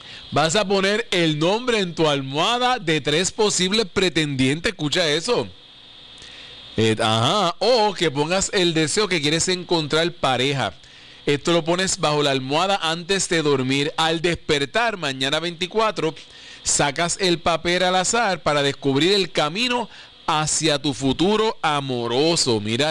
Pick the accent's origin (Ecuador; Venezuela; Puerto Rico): Puerto Rico